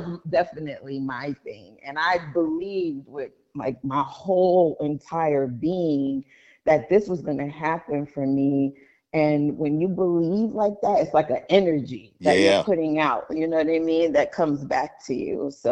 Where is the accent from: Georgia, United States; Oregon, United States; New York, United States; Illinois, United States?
New York, United States; Brooklyn; now in Long Island, United States; I grew up in Brooklyn. I'm really at heart a Brooklyn girl. So I started out, I grew up in Brooklyn, and then my career started in Queens, and I raised my kids in Long Island. So I am a real New Yorker.